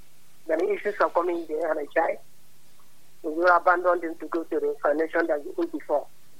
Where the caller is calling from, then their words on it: Calabar, Cross River, Nigeria; Calling from Calabar.